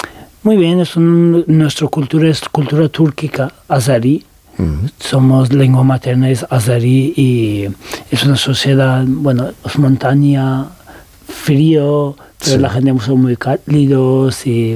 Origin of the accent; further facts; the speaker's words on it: Tehran, Tehran Province, Iran; tanto que yo crecí en Teherán, los años en infancia mi familia mudaron